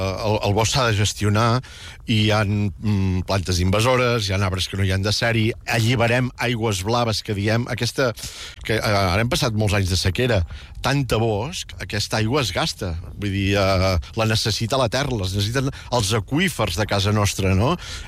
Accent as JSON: {"language": "Catalan", "region": "Catalonia", "country": "Spain"}